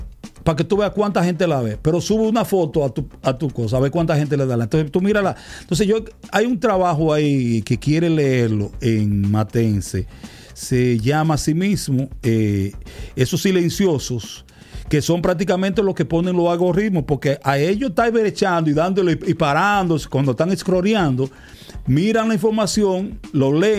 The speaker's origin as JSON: {"language": "Spanish", "town": "San José de las Matas", "region": "Santiago", "country": "Dominican Republic", "tie": "born or raised there", "said": "mi pueblo natal, San José de las Matas, que no es matero, es matense"}